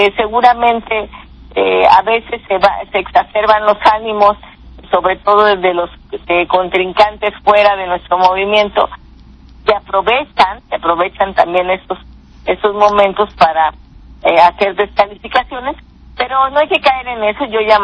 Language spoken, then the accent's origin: Spanish; Guerrero, Mexico; las y los guerrerenses pues tenemos en nuestra sangre pues esa resiliencia de trabajar todos los días también por nuestro pueblo